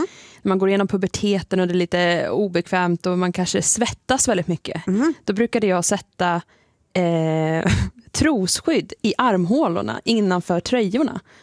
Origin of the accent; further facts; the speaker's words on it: Enköping, Uppsala County, Sweden; Jag är ju född och uppväxt i Enköping.